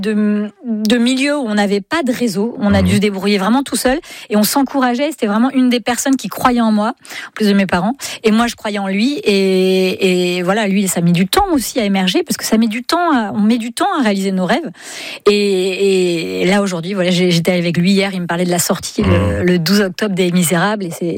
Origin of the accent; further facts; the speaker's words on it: Brittany, France; mais on est breton ou pas?